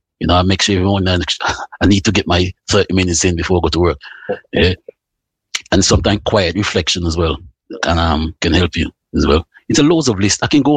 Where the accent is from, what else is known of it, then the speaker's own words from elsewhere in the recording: Montserrat; now in United Kingdom; So, first of all, yeah, I'm from Montserrat. Been here in the UK for a long time, about 27, 28 years.